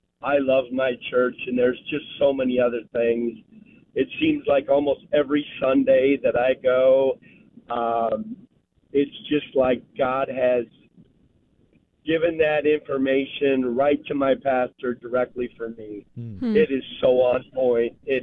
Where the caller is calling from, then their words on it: Wood River, Nebraska, United States; I'm calling from Wood River, Nebraska.